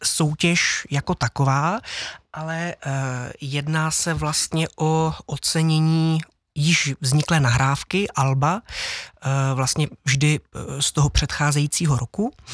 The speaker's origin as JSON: {"language": "Czech", "town": "Kroměříž", "region": "Zlín Region", "country": "Czechia", "tie": "born or raised there", "also_born_or_lived": "Havlíčkův Brod / Stříbrná Skalice", "said": "potom nějakou krátkou dobu jsem žil s rodiči ve Stříbrné Skalici. No a tak nějak cesty se střetly potom v té Kroměříži, kde vlastně jsem od nějakých 3 let."}